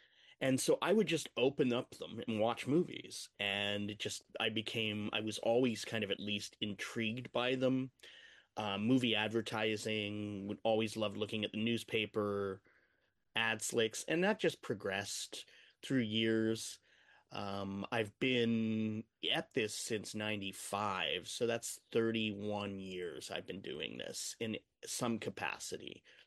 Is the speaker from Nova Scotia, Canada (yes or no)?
no; Alberta, Canada; also born or lived in Oshawa; I grew up, while I was born in Oshawa, I grew up in Alberta.